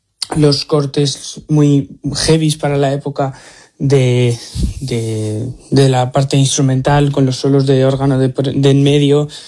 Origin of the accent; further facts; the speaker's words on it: Binéfar, Aragon, Spain; Hola, buenas … de Binefar, un pueblo de Huesca